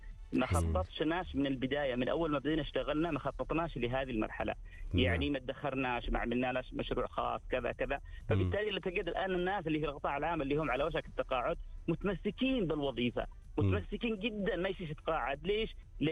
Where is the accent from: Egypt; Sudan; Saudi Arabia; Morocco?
Saudi Arabia; عمري يعني ما انا سعودي.